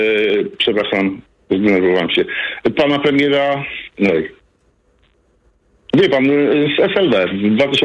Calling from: Białystok, Podlaskie Voivodeship, Poland; z tej strony z Białegostoku.

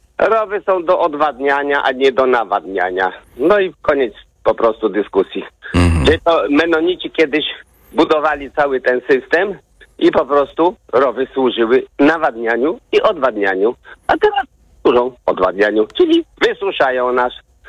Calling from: Nowakowo, Warmian-Masurian Voivodeship, Poland; u nas w Nowakowie

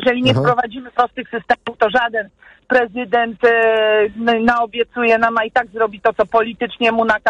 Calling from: Kraków, Lesser Poland, Poland; Ja jestem krakowianką

